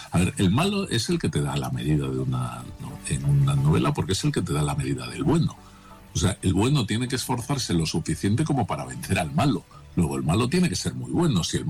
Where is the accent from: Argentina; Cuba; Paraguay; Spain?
Spain; Madrid, Community of Madrid; yo soy madrileño